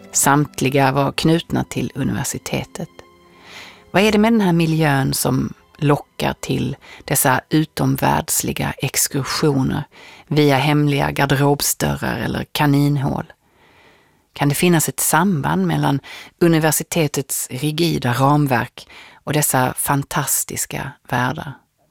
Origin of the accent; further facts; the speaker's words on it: Lund, Skåne, Sweden; Jag är från Lund själv och van vid den sortens inhemska lite studentikosa traditioner, dubbelkvartar och så vidare.